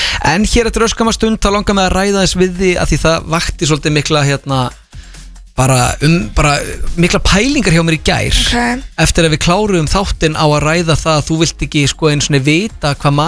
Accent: Vestmannaeyjar, Southern Region, Iceland; ég er frá Vestmannum.

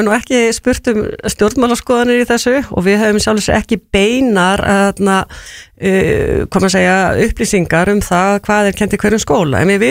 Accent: Húsavík, Northeastern Region, Iceland; ég er frá Húsavík

